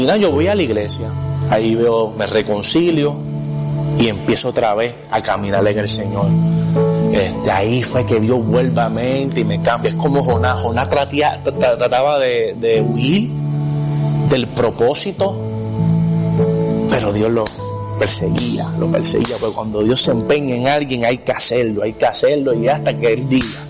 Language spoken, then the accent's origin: Spanish; San Juan, Puerto Rico; born there; Y yo me crié con mi abuela y con mi mamá. Nací en San Juan, Puerto Rico.